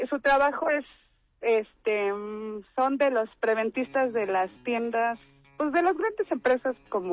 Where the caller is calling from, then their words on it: Cuautitlán Izcalli, State of Mexico, Mexico; Pautitlán Izcalli.